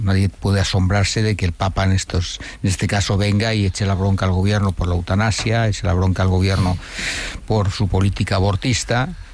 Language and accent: Spanish; Community of Madrid, Spain